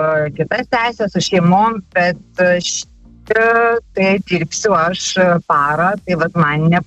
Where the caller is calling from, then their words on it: Vilnius, Vilnius County, Lithuania; gyvena jisai Vilniuje, aš irgi Vilnietė